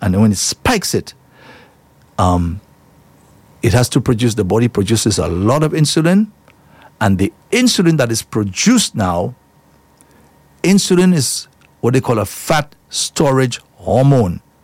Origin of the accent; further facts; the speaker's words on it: La Clery, Castries, St. Lucia; La Clairie, that's my hometown